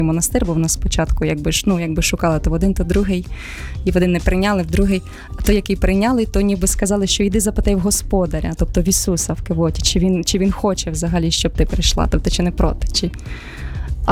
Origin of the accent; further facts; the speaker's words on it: Mykolaiv Oblast, Ukraine; born there; Народилася в Миколаївській області.